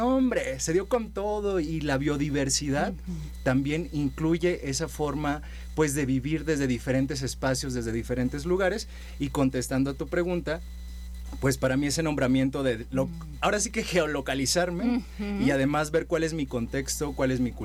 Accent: San Luis Potosí, Mexico; born there; also born or lived in Ciudad del Carmen, Campeche; de mi infancia, de mi adolescencia aquí en San Luis Potosí.

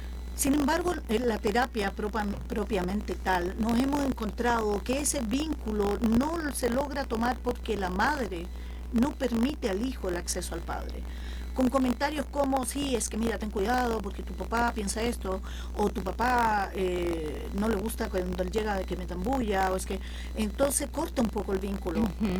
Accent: Chile; hablando en México, soy una terapeuta chilena

